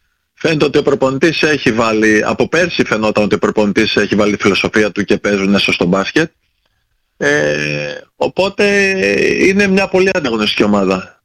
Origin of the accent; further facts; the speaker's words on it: Thessaloniki, Central Macedonia, Greece; moved away as an adult; εγώ είμαι από Θεσσαλονίκη και από οικογένεια